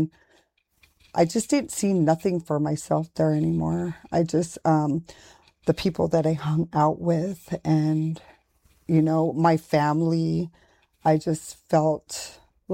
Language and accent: English; Fairbanks, Alaska, United States; now in Anchorage, United States; I am from Fairbanks, Alaska, and I currently reside in Anchorage, Alaska.